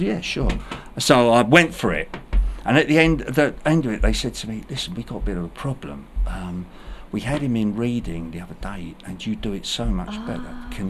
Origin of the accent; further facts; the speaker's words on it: London, United Kingdom; But I can't get on EastEnders, and I'm from the East End.